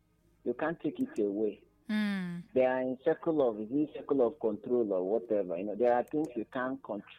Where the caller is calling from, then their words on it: Abakaliki, Ebonyi, Nigeria; from Abakaliki.